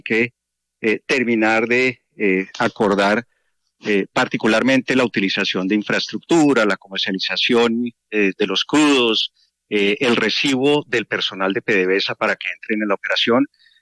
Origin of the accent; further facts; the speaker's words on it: Colombia; Uno cuando llega como colombiano y con una compañía colombiana como lo es GeoPark, pues siente uno eso, ¿no?